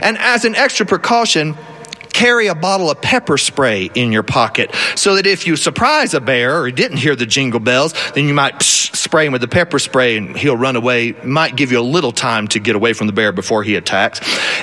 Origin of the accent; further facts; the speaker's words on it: South Carolina, United States; I'm from South Carolina. We have alligator where I live.